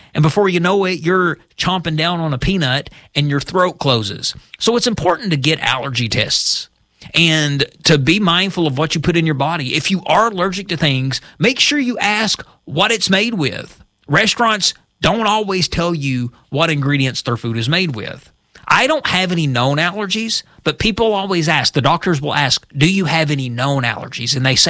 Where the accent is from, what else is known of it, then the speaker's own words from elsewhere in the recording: Kentucky, United States; Raise your hand if you survived that growing up in Eastern Kentucky. I did.